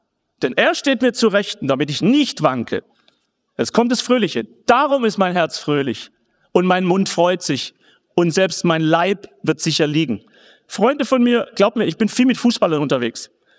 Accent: Gaildorf, Baden-Württemberg, Germany; Meine Mutter Religionsunterricht in Geildorf, wo ich herkomme, im Schwabenland.

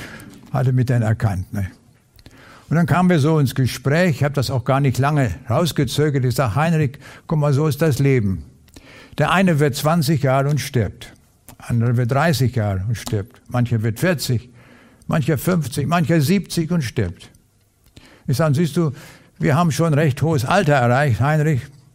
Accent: Lüchow, Lower Saxony, Germany; born there; Nach dem Krieg haben wir auf dem Lande gelebt, in Niedersachsen, in der äußersten Ecke von Niedersachsen. Und ich bin dort in Lüchow zur Schule gegangen.

